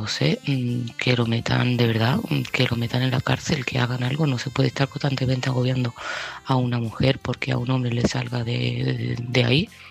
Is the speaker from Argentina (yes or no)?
no; Seville, Andalusia, Spain; de Sevilla y este mensaje va para Ángeles.